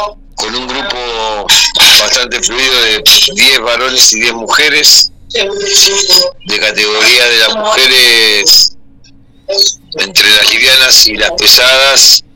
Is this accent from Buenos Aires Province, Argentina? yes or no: yes; General Rodríguez, Buenos Aires Province, Argentina; estamos hablando con mi patria chica, comentarte que hay tres representantes de General Rodríguez